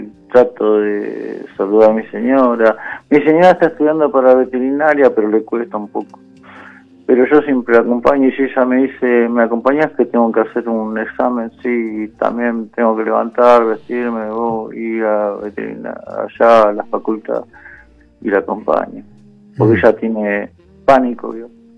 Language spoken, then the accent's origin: Spanish; Pontevedra, Buenos Aires Province, Argentina; born there; yo nací en Pontevedra